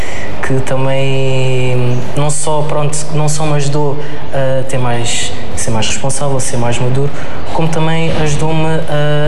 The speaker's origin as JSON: {"language": "Portuguese", "region": "Lisbon", "country": "Portugal", "moved": "as an adult", "lives_now": "Algarve, Portugal", "said": "eu sou de Lisboa"}